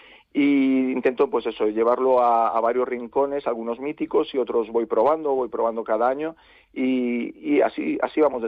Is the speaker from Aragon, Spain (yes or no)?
no; Sarria, Galicia, Spain; also born or lived in Switzerland; de lo bien que he estado desde que vine de Suiza, que era muy pequeñito y me crié aquí.